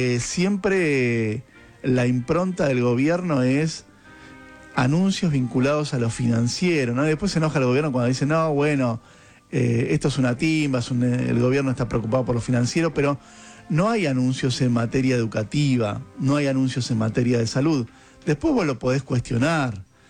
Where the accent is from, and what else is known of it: Argentina